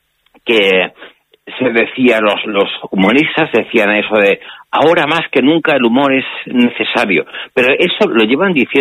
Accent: Barcelona, Catalonia, Spain; O sea, yo soy de Barcelona, sí, pero el fútbol me da tanta pereza

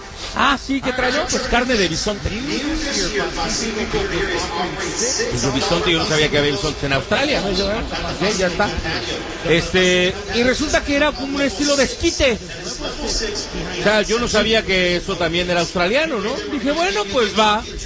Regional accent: Mexico City, Mexico; En la Ciudad de México.

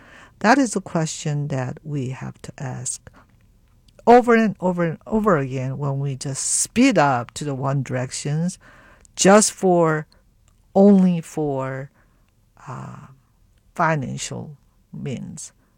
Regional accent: United States; who we are as American

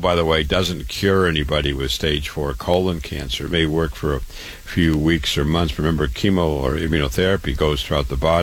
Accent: Waterloo, Iowa, United States; born or raised there

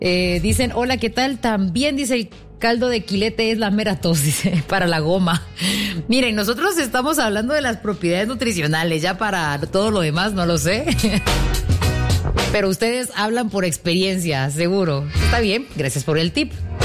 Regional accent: Guatemala; como buen chapín, aunque haya calor, tomamos caldito de macuy

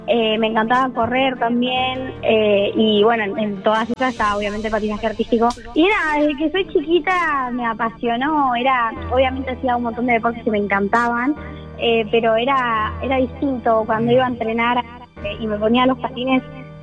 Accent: General Pacheco, Buenos Aires Province, Argentina; Soy de Pacheco, sí.

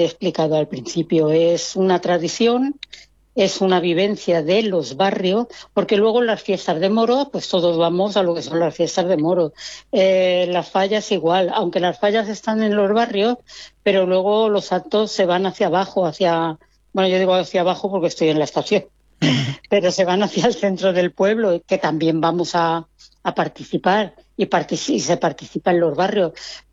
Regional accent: Elda, Valencian Community, Spain; el pueblo de Elda, que yo creo que es uno de los mejores pueblos que tenemos. No sé, quizá me llama el ser de aquí y el vivir con intensidad todo lo que es de mi pueblo.

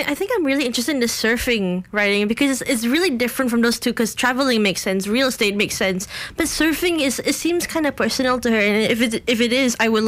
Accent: Singapore; Singapore.

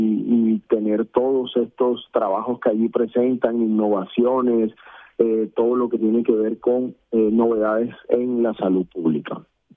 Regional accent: Caribbean Region, Colombia; es un honor para nosotros como costeños acoger ese evento en Barranquilla

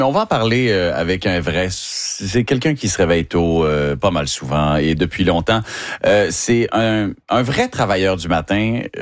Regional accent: Quebec, Canada; Mais quand on vient du Saguenay-Lac-Saint-Jean, au contraire, c'est jamais difficile à porter nos origines.

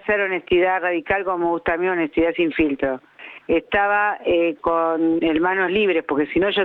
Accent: Buenos Aires, Argentina; born there; moved away as an adult; now in Necochea, Argentina; No, hace 1 año y medio. Porque vivía en Capital, nací en Capital. Soy como yo siempre, soy nacida en Capital.

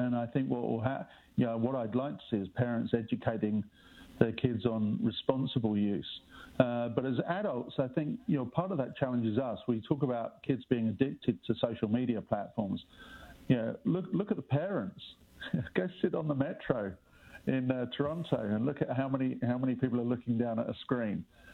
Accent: England, United Kingdom; Well, who do you think I'd be rooting for? with my accent, I'm English.

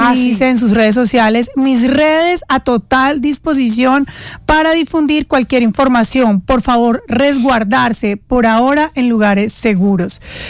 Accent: Colombia; los que más le podemos dar la mano a Venezuela en este momento somos los colombianos.

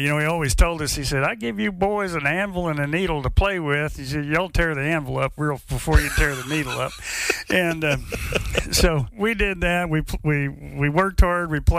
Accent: Tuttle, Oklahoma, United States; I grew up in Tuttle, Oklahoma.

